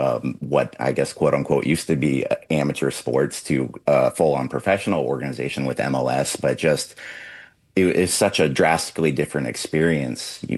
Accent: Alaska, United States; I grew up in Alaska. We didn't have a whole lot of soccer in Alaska.

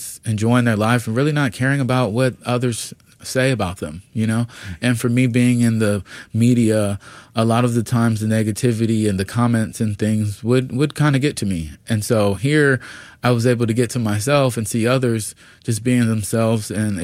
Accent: Atlanta, Georgia, United States; I'm from Atlanta, Georgia. Like, I've seen this forever.

